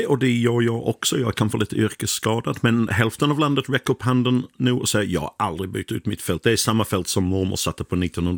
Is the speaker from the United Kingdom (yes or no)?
yes; England, United Kingdom; Swedish is a second language; now in Skåne, Sweden; när jag var fortfarande engelsman. Nu är jag skåning i alla fall. Jag tror att jag blir svensk också.